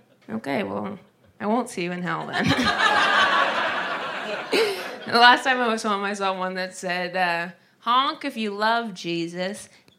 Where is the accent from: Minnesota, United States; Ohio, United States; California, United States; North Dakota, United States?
Ohio, United States; Whenever I'm home in Ohio, I'm from Ohio, so it's shocking.